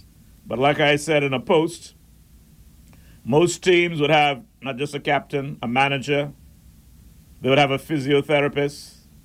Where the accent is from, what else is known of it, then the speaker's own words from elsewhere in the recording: Turks & Caicos Islands; I am from the Turks and Caicos Islands. I'm a proud Turks and Caicos Islander.